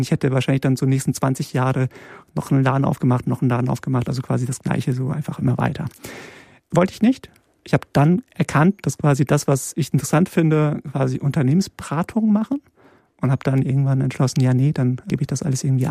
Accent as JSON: {"language": "German", "town": "Lünen", "region": "North Rhine-Westphalia", "country": "Germany", "tie": "born or raised there", "also_born_or_lived": "Poland / Münster", "first_language": "Polish", "moved": "yes", "lives_now": "Bremen, Germany", "said": "im Ruhrgebiet aufgewachsen, okay. Also näher Dortmund, Lünen, Kleinstadt."}